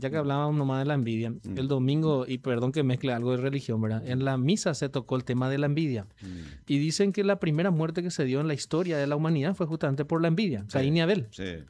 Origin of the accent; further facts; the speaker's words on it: Paraguay; Y así somos los paraguayos, Víctor.